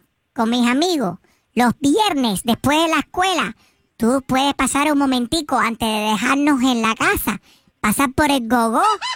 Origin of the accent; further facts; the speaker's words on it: Cuba; Bueno, tú sabes, yo soy cubano.